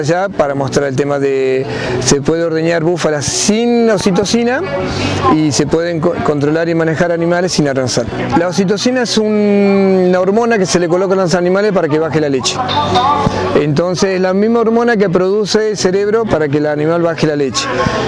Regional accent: San Martín La Escoba, Argentina; San Martín, mi pueblo

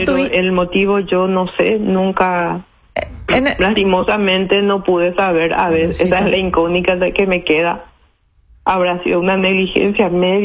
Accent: Carapeguá, Paraguarí, Paraguay; yo soy de Carapeguá en una de las compañías, 21 kilómetros que daba mi casa en aquel entonces de la ciudad.

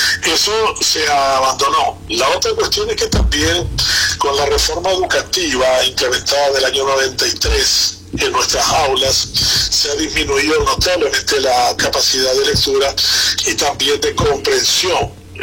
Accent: Paraguay; nosotros en base estructural los paraguayos

